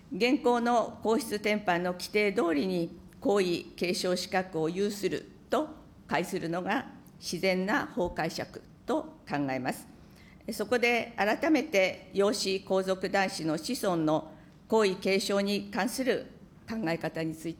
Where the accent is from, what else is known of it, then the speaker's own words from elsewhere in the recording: Fukui, Japan; 私のふるさと福井には第26代慶太天皇の大きな石像がございました。幼い頃は福井から天皇と不思議に思っていました。